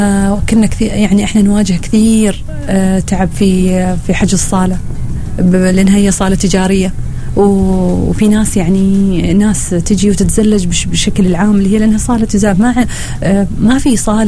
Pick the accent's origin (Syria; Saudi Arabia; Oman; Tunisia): Oman; احنا عندنا في عمان كم صاله